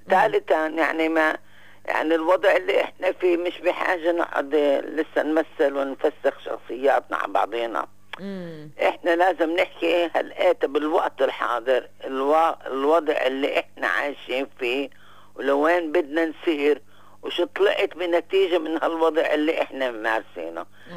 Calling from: Palestine; إن إحنا فلسطينيين متفوقين

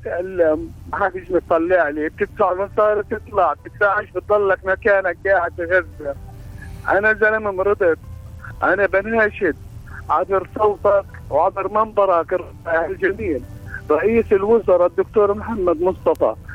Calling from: Gaza, Gaza Strip, Palestine; أنا بحكي معك من غزة

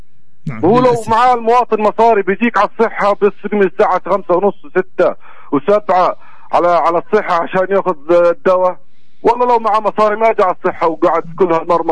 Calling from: Palestine; احنا كشعب فلسطيني احنا كموظفين فلسطينيين

